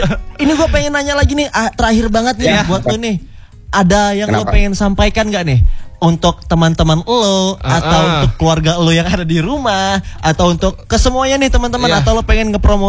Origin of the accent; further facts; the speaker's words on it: Lampung, Indonesia; Lu Sunda, gue Lampung.